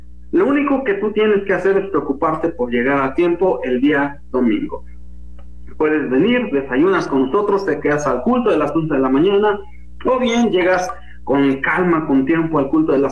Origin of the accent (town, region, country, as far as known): Mexico